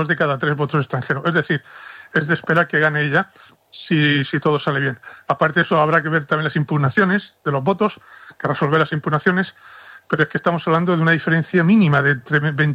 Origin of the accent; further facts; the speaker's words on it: Spain; A ti y a mí, que somos españoles, nos cuesta trabajo seguir la trama endiablada de esta corrupción enorme